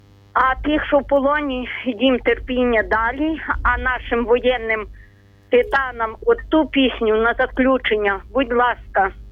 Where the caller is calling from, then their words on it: Ternopil Oblast, Ukraine; Тернопільщина.